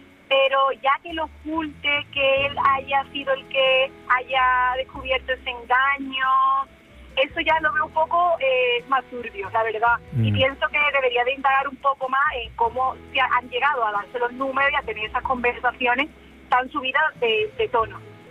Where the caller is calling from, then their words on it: Cádiz, Andalusia, Spain; Sí, volvemos a casa. Somos de Cádiz.